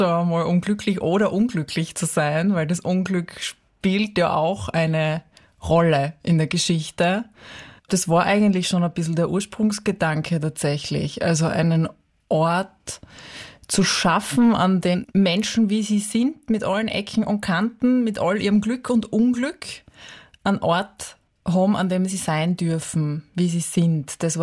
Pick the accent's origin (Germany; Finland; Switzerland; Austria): Austria; Styria; da habe ich einen kleinen Ein-Frau-Betrieb in meiner Heimat in der Südoststeiermark